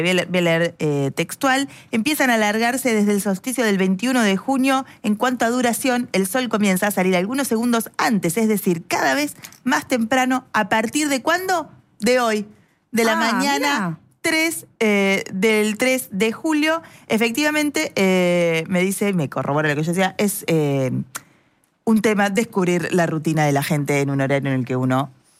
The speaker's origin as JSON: {"language": "Spanish", "town": "La Dulce", "region": "Buenos Aires Province", "country": "Argentina", "tie": "born there", "moved": "yes"}